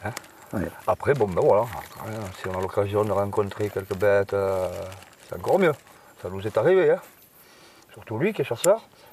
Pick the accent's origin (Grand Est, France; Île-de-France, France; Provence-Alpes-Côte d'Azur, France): Provence-Alpes-Côte d'Azur, France; Puyvert; Ouais, nous, on est de Puyvert.